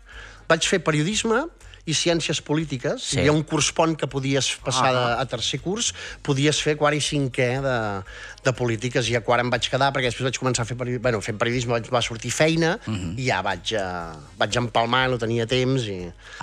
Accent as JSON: {"language": "Catalan", "region": "Catalonia", "country": "Spain", "said": "feia de corresponsal a la meva zona, al Baix Montseny."}